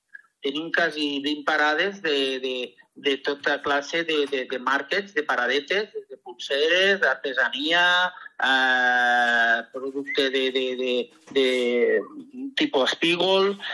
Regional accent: Rossell, Valencian Community, Spain; vam considerar que Rossell era un bon lloc, perquè nosaltres som de Rossell, per fer una miqueta de territori i de pertenència.

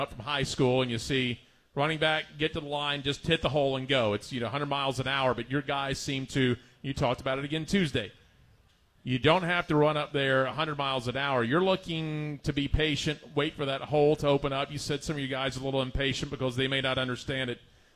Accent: the South, United States; we're from the South

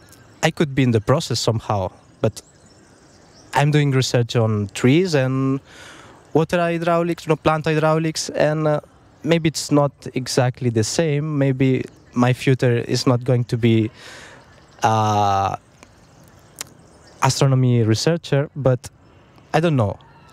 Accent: San Vicente de Castellet, Catalonia, Spain; English is a second language; I'm from a little town near to Montserrat, if someone knows. It's in the middle of Catalonia, so in the northeastern part of Spain. I was a really curious kid from San Vicente de Castellet.

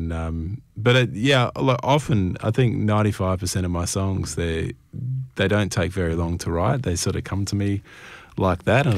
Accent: South Australia, Australia; I grew up in the Adelaide Hills and I've found my way back there after travelling all over the place.

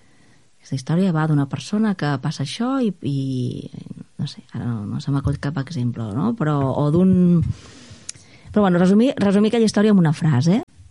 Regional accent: Sant Joan de les Abadesses, Catalonia, Spain; now in Menorca, Spain; de petita, del meu poble, que Sant Joan de les Abadesses, vaig estar de ben petita ficada al grup de teatre del poble.

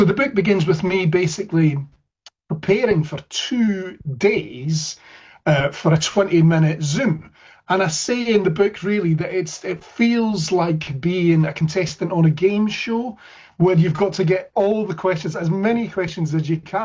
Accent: Scotland, United Kingdom; I'm Scottish, right? And you know, so I'm very northern

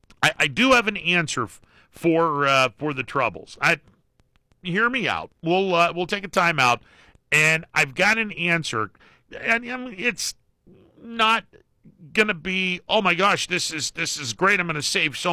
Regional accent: Ohio, United States; I am not from the Akron area. I'm from the southern part of the Mahoning Valley.

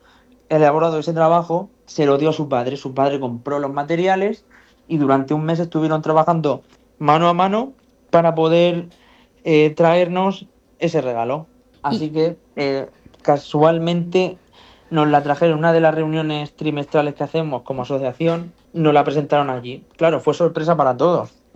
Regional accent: Rojales, Valencian Community, Spain; yo soy de Rojales

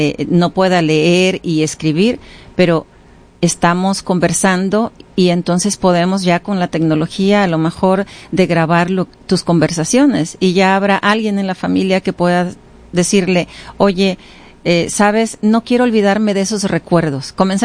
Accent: Guerrero, Mexico; moved away; yo crecí en el estado de Guerrero y todavía puedo recordar esas gotas grandes cuando llueve y el olor de la tierra mojada de mi pueblo, ¿no? De donde yo vengo.

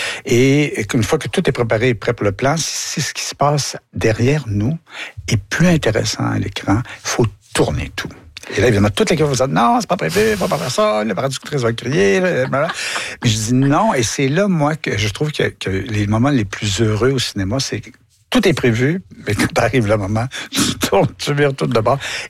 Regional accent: Quebec, Canada; et montrer, en tant que Québécois, ce que les mots veulent dire à des anglophones qui comprennent pas l'anglais élisabéthain.

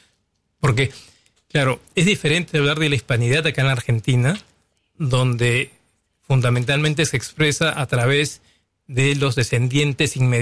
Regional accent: Peru

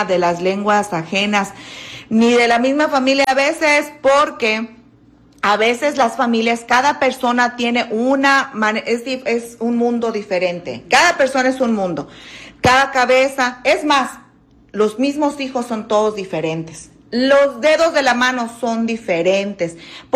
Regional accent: Michoacán, Mexico; No, soy de Michoacán.

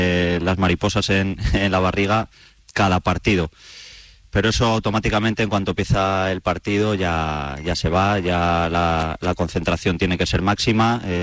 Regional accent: Valladolid, Castile and León, Spain; moved away

